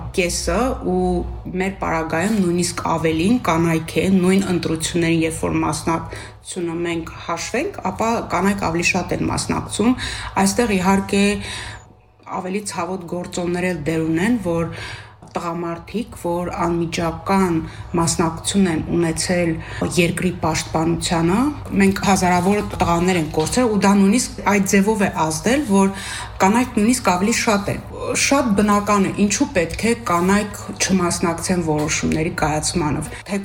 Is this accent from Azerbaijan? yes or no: yes; Sos, Nagorno-Karabakh, Azerbaijan; ծնվել ու մեծացել եմ Արցախի ամենասիրուն անկյուններից մեկում, Ամարաս վանքի մոտակայքում է մեր գյուղը, Սոս գյուղ, մինչև կրթություն ստանալս ապրել եմ գյուղում։